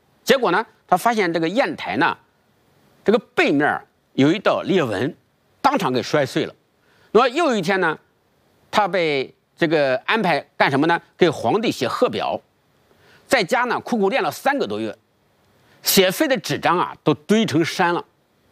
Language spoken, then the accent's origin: Chinese; China; 但是这一点都不耽误我们中国人对小满这个解气的独特的哲学思考。